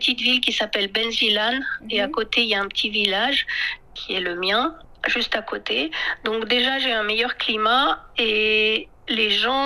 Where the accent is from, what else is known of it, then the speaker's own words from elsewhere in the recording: France; now in China; Pourtant, je ne suis pas du tout américaine, je suis française, mais bon, pour eux, ça veut dire étranger, quoi.